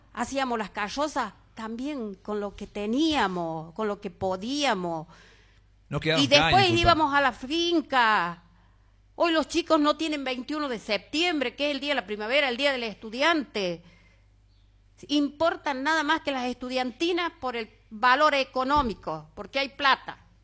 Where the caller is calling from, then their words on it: Olta, La Rioja, Argentina; Yo soy de Olta